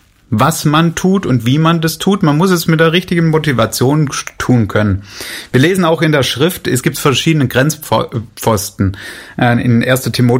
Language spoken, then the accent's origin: German; Swabia, Germany